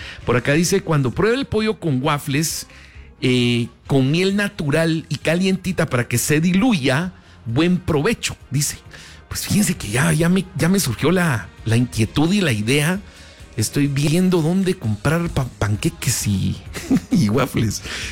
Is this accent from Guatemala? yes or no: yes; Guatemala; nosotros como guatemaltecos